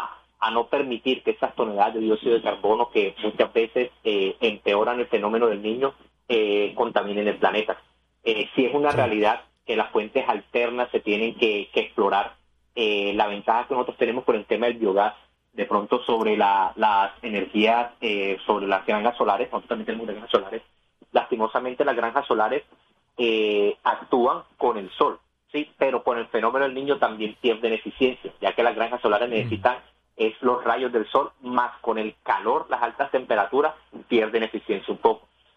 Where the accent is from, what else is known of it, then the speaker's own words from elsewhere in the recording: Barranquilla, Atlántico, Colombia; yo soy barranquillero